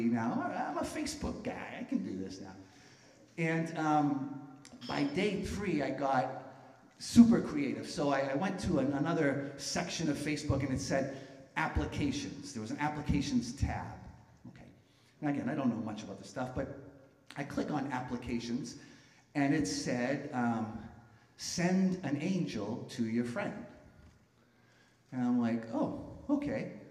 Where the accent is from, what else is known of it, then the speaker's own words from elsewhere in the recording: Boston, Massachusetts, United States; moved away as an adult; I was in Boston. Boston's my hometown